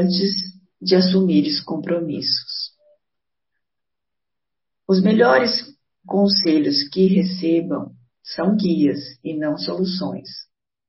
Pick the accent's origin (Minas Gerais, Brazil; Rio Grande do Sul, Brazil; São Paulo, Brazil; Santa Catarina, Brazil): Minas Gerais, Brazil; Bueno Brandão; sou de Minas Gerais, da cidade de Bueno Brandão.